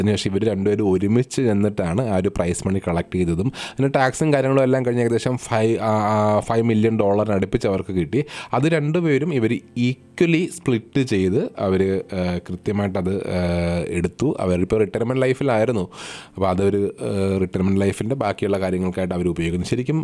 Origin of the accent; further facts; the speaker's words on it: Kerala, India; moved away; ഞങ്ങളുടെ നാട്ടിൽ കരുനാഗപ്പള്ളി